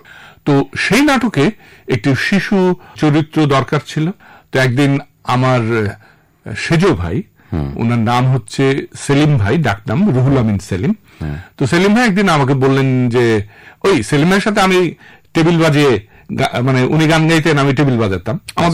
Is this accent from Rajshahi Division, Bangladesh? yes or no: yes; Rajshahi Division, Bangladesh; আমি মূলত রাজশাহীর ছেলে, গ্রামের স্কুলেই প্রাইমারি পর্যন্ত লেখাপড়া